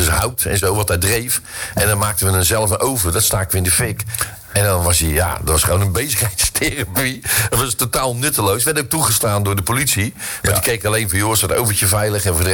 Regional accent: Netherlands; En dan zeg ik zo, tering Turk, want het zijn enige zijn Turken, wij zijn Hollanders.

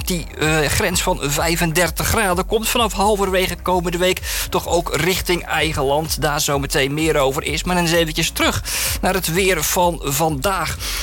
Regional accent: South Holland, Netherlands; Onder andere ook over waar ik vandaan kom. Bij het dorp naast Papendrecht.

